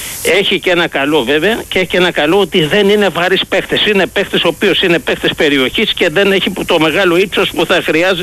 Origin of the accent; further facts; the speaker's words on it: Piraeus, Attica, Greece; από Πειραιά, με θυμάσαι.